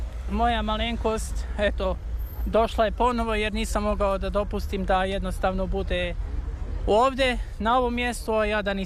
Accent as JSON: {"language": "Serbian", "town": "Banja Luka", "region": "Republika Srpska", "country": "Bosnia & Herzegovina", "said": "Dolazim iz Svete Krajine Republike Srpske Banja Luke."}